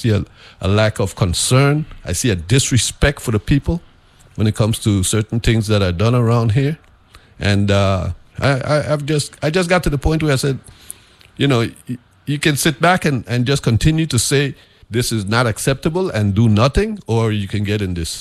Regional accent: Frederiksted, St. Croix, U.S. Virgin Islands; I was born in Frederiksted, born right in the town of Frederiksted, born in my house.

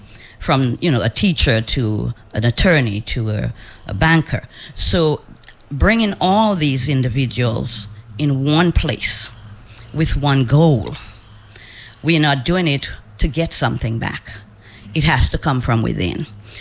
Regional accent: Dominica; moved away; I'm originally from Dominica.

